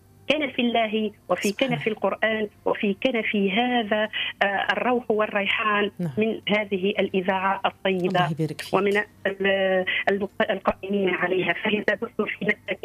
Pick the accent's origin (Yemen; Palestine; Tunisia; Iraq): Tunisia; بلادنا تونس